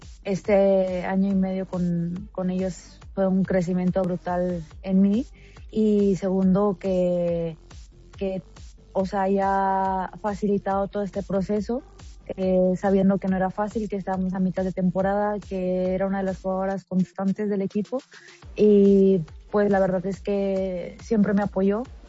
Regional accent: Mexico; moved away as an adult; also born or lived in United States; siendo la primera mexicana en la liga inglesa

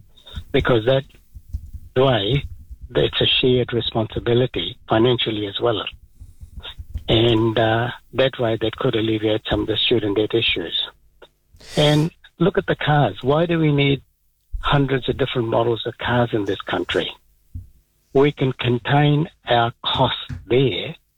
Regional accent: New Zealand; Hey, this debt is quite a problem for as a Kiwi, and I feel collectively we need to do something in order to bring that down.

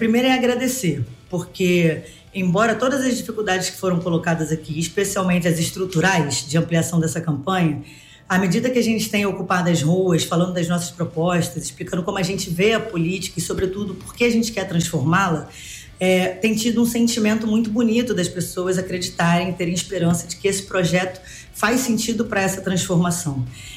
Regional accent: Maré, Rio de Janeiro, Brazil; born or raised there

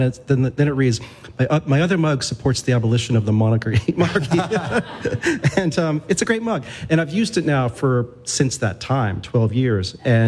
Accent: Florida, United States; growing up in Florida where, you know, we were a middle-class family.

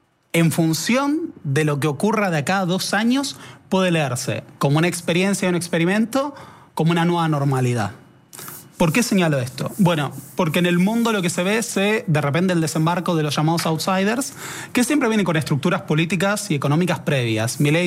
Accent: Argentina

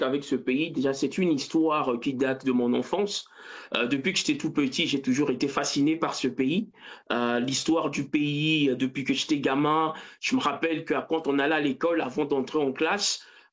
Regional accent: Johannesburg, Gauteng, South Africa; parce que je suis pas originaire de Cape Town, je suis un Djobourgeois avant tout.

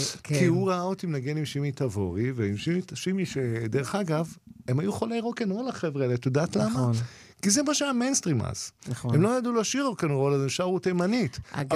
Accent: Rehovot, Central District, Israel; אני מרחובות

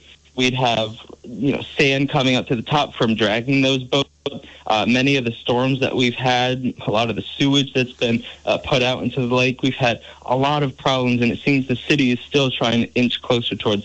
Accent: Burlington, Vermont, United States; I grew up in Burlington

